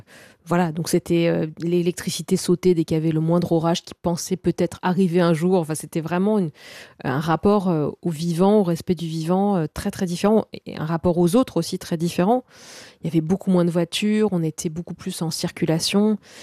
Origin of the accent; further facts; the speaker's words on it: Bastia, Corsica, France; also born or lived in Castagniccia; Donc moi, je suis née à Bastia et j'ai passé pas mal de temps aussi en Castanitch, donc c'est en moyenne montagne